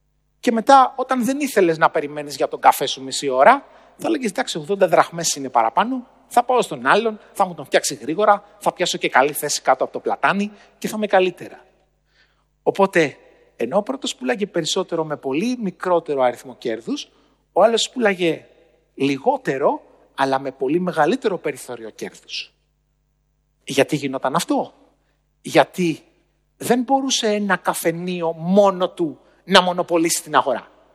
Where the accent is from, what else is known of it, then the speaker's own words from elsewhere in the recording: Agrinio, West Greece, Greece; Στο χωριό μου λοιπόν, στο Αγρίνιο, εκεί που μεγάλωσα, στον Αβαρίκο του Λακαρνανίας, ένα μικρό χωριό που είναι κοντά στο Θέρμο